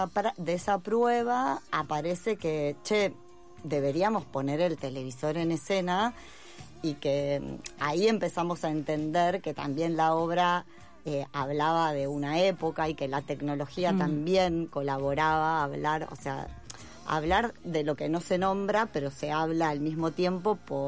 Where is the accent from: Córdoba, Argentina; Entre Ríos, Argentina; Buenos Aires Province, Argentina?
Buenos Aires Province, Argentina; Chivilcoy; now in Buenos Aires, Argentina; Mi mamá vive en Chivilcoy, yo soy de Chivilcoy, provincia de Buenos Aires.